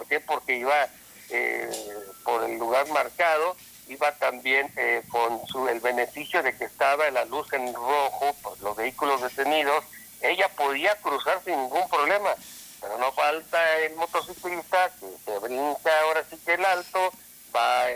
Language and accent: Spanish; Mexico; los mexicanos nos catalogan por romper todas las reglas